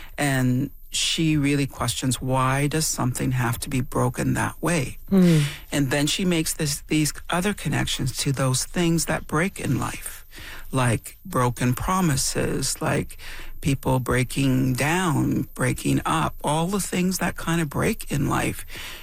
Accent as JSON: {"language": "English", "town": "Temagami", "region": "Ontario", "country": "Canada", "tie": "born or raised there", "said": "When I grew up in Tomogamy, Northern Ontario, but I think this is true for all across Canada, really, at the time"}